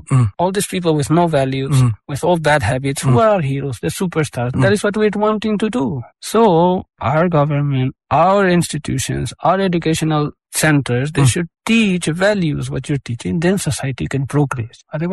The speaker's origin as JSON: {"language": "English", "country": "Spain", "second_language": "English", "said": "Just like I'm from Spain, we could have so many people here from so many countries"}